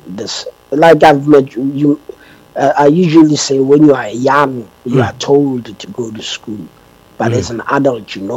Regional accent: Gauteng, South Africa; also born or lived in Limpopo; I'm a Gauteng individual. I'm not really from Limpopo. So I came back home.

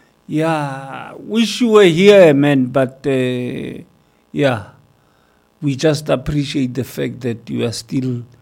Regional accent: South Africa; I'm South African. I'm a proud South African. I'm proud of my heritage. I'm proud of my culture.

